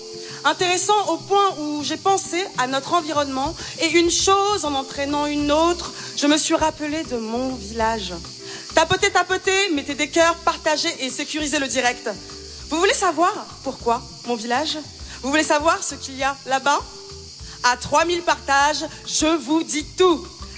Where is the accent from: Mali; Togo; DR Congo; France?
Togo; Koka, Plateaux; Notre avion décolle et nous amène ici, au Togo. Nous voilà quelque part ici à Koka, mon village natal.